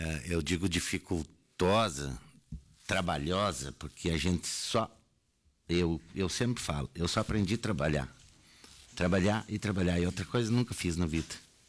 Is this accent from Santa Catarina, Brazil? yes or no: yes; Chapecó, Santa Catarina, Brazil; born there; now in Rio Grande do Sul, Brazil; eu nasci no vizinho estado de Santa Catarina, em Chapecó.